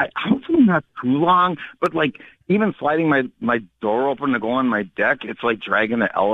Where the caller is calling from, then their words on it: Hartford, Wisconsin, United States; I live in beautiful Hartford, Wisconsin, in a six-unit building